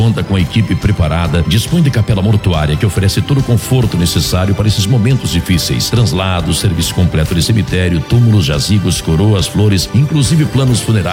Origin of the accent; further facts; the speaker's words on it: Três Passos, Rio Grande do Sul, Brazil; moved away